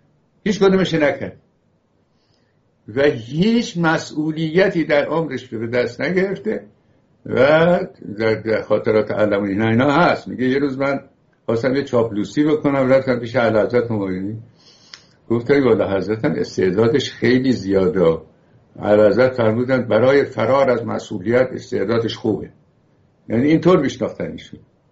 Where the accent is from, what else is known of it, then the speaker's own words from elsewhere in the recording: Iran; ما ایرانی هستیم، جای دیگری نداریم برویم.